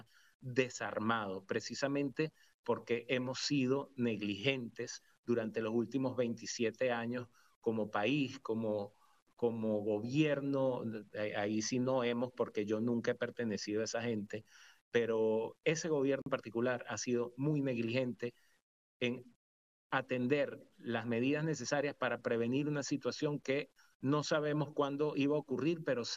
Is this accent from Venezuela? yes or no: yes; Venezuela